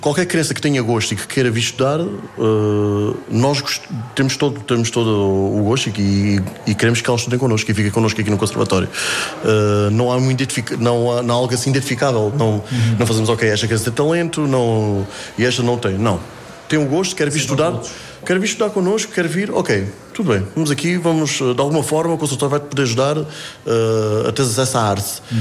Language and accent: Portuguese; Alentejo, Portugal; Eu sou alentejano, eu sou de Alstrel e cheguei aqui ao conservatório em 2010.